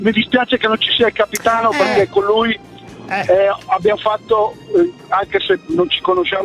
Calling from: Lombardy, Italy; dalla provincia di Brescia. Sono dalla Francia Corta, dalle Porcine.

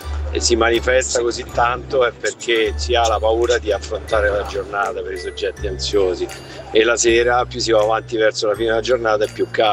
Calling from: Rome, Lazio, Italy

